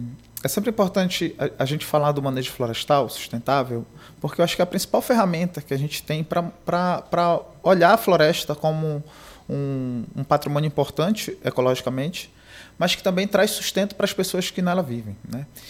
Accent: Amazon, Brazil; Para nós que somos da Amazônia

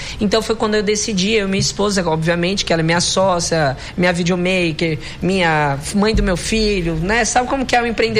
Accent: São Paulo, Brazil; moved away as an adult; also born or lived in Florianópolis, Santa Catarina; now in Manaus, Brazil; Eu sou de natural de Florianópolis, Santa Catarina, e me criei em São Paulo. E aí, um determinado momento, teve a oportunidade de eu vir para Manaus, né?

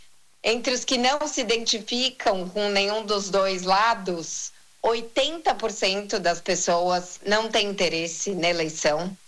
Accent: São Paulo, Brazil; assim como nós, paulistanos, vivemos todo aquele frisson

